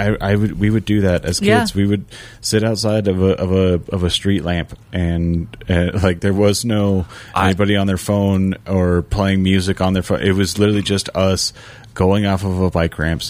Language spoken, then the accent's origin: English; Arizona, United States; moved away; we grew up on Melody Circle back in Arizona, and it was literally a circle.